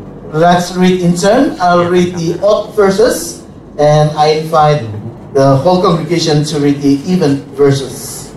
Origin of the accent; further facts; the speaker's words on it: Sydney, New South Wales, Australia; I was originally from Sydney. I did my studies, theological studies in Sydney.